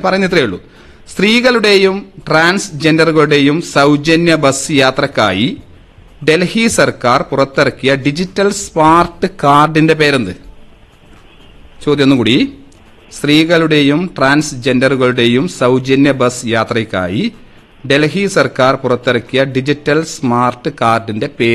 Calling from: Thalora, Kerala, India; Taliparamba.

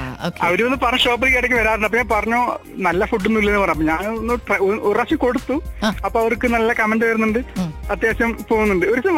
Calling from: Ooty, Tamil Nadu, India

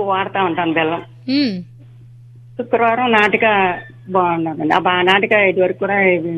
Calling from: Siddavatam, Andhra Pradesh, India; సిద్ధవటం నుంచి

